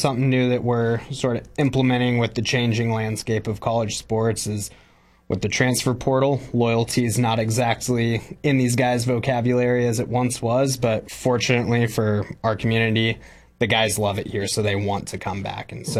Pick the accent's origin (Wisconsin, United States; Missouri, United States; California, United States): California, United States; Morro Bay; I grew up in Morro Bay and grew up coming to Blues games.